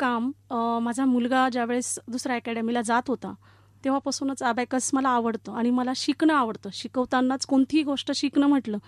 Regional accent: Malegaon, Maharashtra, India; मी मालेगावचीच आहे, माझा जन्म ही मालेगावचाच आहे

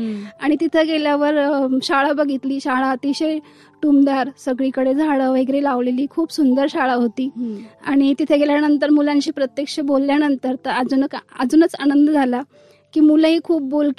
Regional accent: Malegaon, Maharashtra, India; माझं बालपण मालेगाव मध्ये गेलं.

